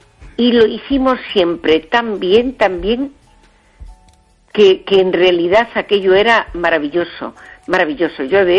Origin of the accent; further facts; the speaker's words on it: Spain; De pequeña, pero desde muy pequeña, había incendios en mi pueblo, en Freans de Deva.